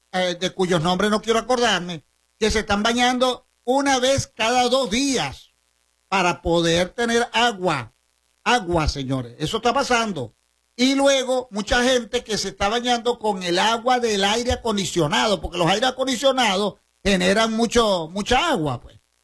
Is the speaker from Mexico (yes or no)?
no; Venezuela; porque así somos los venezolanos, somos solidarios.